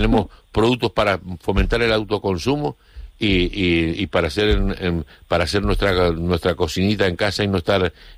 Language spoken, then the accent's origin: Spanish; Canary Islands, Spain